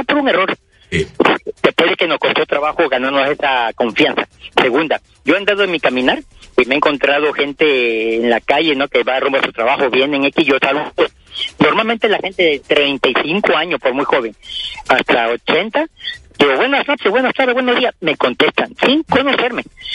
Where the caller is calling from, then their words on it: Boca del Río, Veracruz, Mexico; Con el señor … tengo 63 años, vivo en Boca del Río.